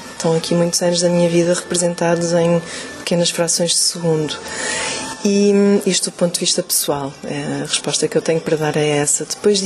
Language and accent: Portuguese; Porto, Norte, Portugal; Pronto, do Funchal foi para o Porto, que é a minha cidade natal